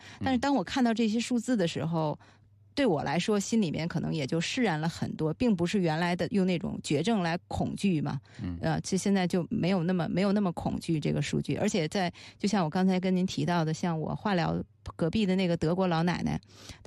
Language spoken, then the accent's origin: Chinese; Beijing, China; 我从小就是一路顺风顺水，因为我是北京人嘛